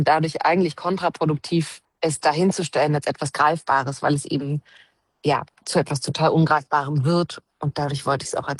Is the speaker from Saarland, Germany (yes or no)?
no; Leipzig, Saxony, Germany; Naja, also ich komme aus Leipzig.